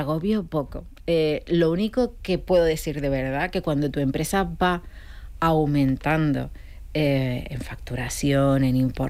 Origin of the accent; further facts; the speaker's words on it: Las Palmas, Canary Islands, Spain; moved away; Y, claro, llevo 27 años ya aquí, ¿sabes? Voy a Las Palmas y me dicen que tengo acento peninsular.